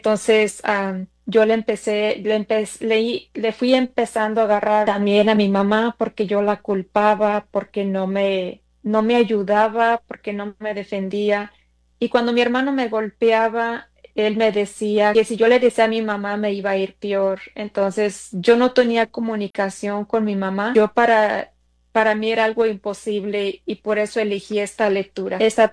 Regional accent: Jalisco, Mexico; now in Moline, Illinois, United States; soy la cuarta de 10 hijos. Yo me crié en un ranchito allá en el estado de Jalisco, de muy pocas casitas, si acaso había como 10 casitas, era un pueblito. Era un ranchito muy bonito, muy tranquilo

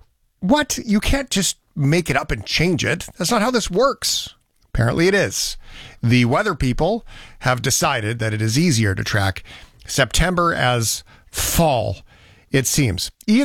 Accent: Port Alberni, British Columbia, Canada; now in Eastern Ontario, Canada; Vancouver Island, when I was a kid, that's how I remembered it when I grew up in Port Alberni.

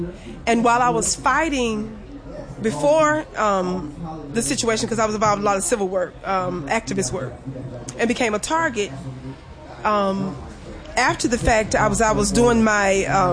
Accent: Mississippi, United States; I was born and raised in Mississippi.

